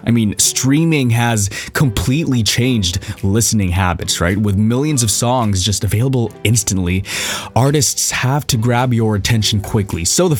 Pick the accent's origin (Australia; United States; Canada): Canada; Sorry, I'm Canadian.